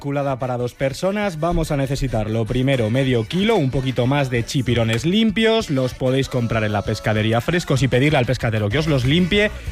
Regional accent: Pamplona, Navarre, Spain; en la vorágine de San Fermín, como buen pamplonés que soy, voy a pasar unos días cerca del mar para ir cogiendo fuerzas.

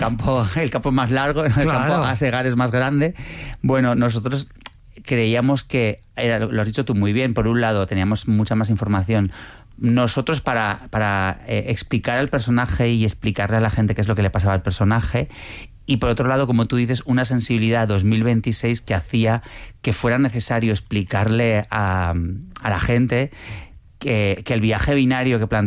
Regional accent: Pamplona, Navarre, Spain; moved away as an adult; now in Madrid, Spain; yo nací en Pamplona, viajé a Madrid en el año 98

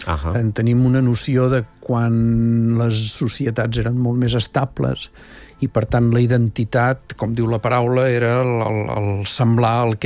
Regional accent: Terrassa, Catalonia, Spain; ja es nota que sóc de Terrassa

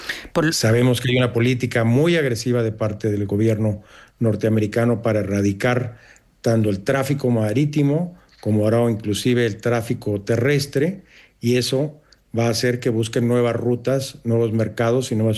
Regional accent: Mexico; moved away; Y hoy vemos la realidad que vive mi país de origen, y no nada más México, sino toda la región de América Latina.

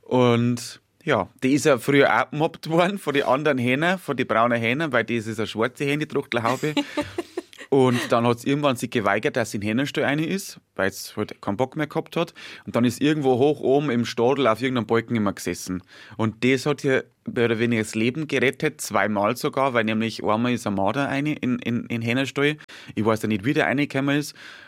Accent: Bavaria, Germany

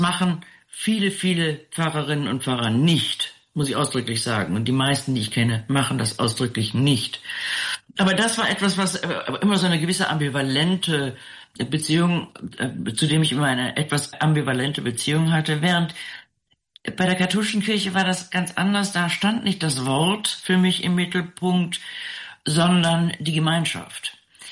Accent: Rhineland, Germany; born or raised there

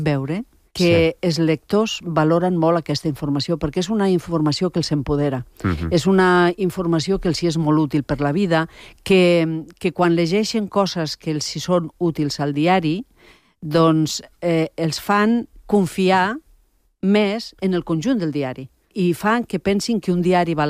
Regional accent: Catalonia, Spain; accent: Ponent

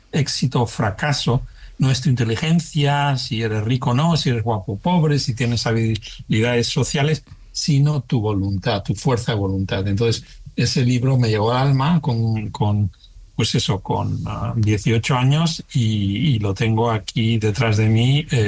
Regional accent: Spain; moved away as an adult; now in United States; además es una de las cosas que llevo, me he llevado de España. Uno de los rasgos quizá que me define, yo soy español de pura cepa

